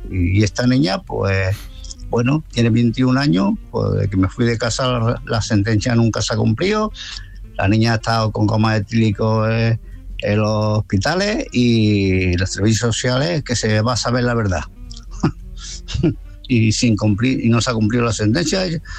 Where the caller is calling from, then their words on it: Málaga, Andalusia, Spain; Buenas noches, Álvaro. … de Málaga.